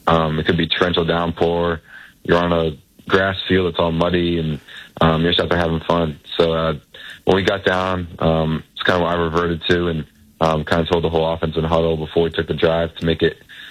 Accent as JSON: {"language": "English", "town": "New Haven", "region": "Connecticut", "country": "United States", "tie": "born or raised there", "moved": "yes", "said": "growing up around the Yale community for 15, 16 years of my life"}